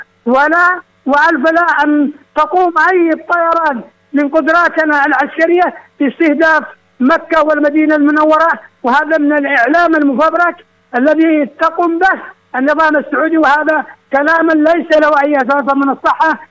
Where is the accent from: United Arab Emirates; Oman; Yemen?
Yemen; ونحن من إخلاقنا وقيمنا كيمنيين